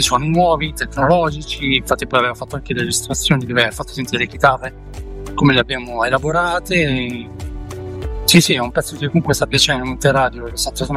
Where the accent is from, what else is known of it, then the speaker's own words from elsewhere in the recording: Bari, Apulia, Italy; born there; moved away; perché comunque io sono nato a Bari, poi mi sono trasferito, sono venuto qui a nord